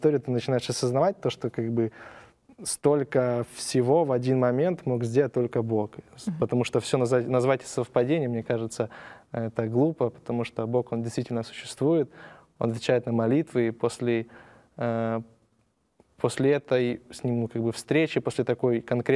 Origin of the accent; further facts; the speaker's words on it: Ukraine; now in Argentina; Нет, я сам с Украины.